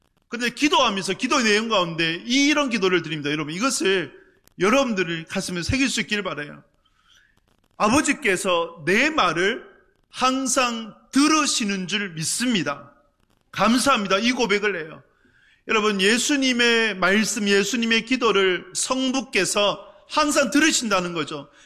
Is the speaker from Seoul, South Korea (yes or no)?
no; Cheongsong, North Gyeongsang, South Korea; moved away; 제 고향이 이제 청송이니까